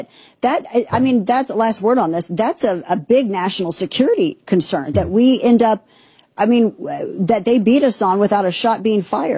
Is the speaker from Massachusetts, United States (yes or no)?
no; Missouri, United States; You know, in my hometown of Missouri, they got rid of most of the city council over a data center.